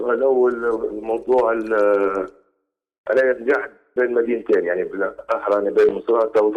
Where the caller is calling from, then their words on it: Tripoli, Tripoli District, Libya; أنا طبعا من طرابلس